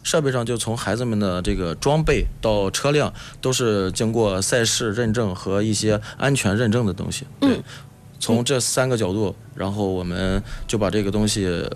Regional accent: Jinan, Shandong, China; 尤其是咱山东咱济南这边

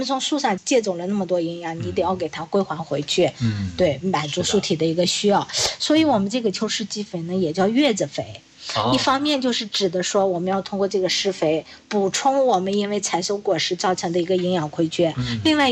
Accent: China; 我们中国人

